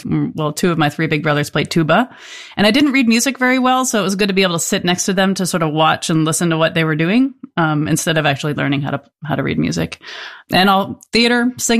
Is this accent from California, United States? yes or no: no; Farmington, Connecticut, United States; I grew up in Farmington, Connecticut, and it was a nice place to be. And I also came out of the closet as a gay person in the 90s there